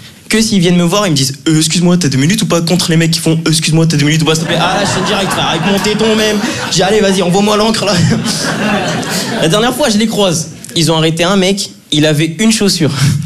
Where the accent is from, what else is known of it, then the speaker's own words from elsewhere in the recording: Draguignan, Provence-Alpes-Côte d'Azur, France; now in Lyon, France; c'est que moi je viens de Draguignan. Donc partout où je suis en France, je suis content d'être là